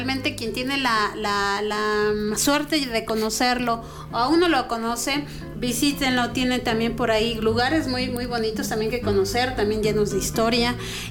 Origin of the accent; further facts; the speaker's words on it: Mexico; como mismos mexicanos, como paisanos